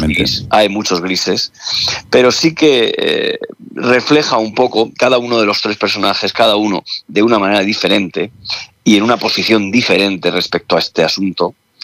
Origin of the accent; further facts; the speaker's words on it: Caravaca de la Cruz, Region of Murcia, Spain; ruede ahora aquí en mi tierra, en Murcia, en Caravaca concretamente